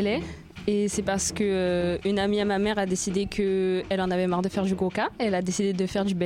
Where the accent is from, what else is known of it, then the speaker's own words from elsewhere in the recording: France; je suis née en France, j'ai toujours vécu en France et on allait juste en Martinique pendant les vacances.